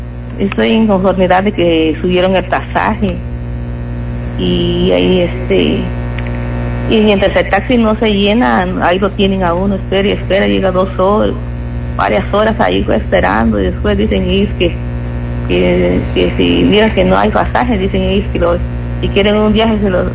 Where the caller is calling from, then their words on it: Siltepec, Chiapas, Mexico; De acá, de Vicente Herrero, municipio de Siltepec.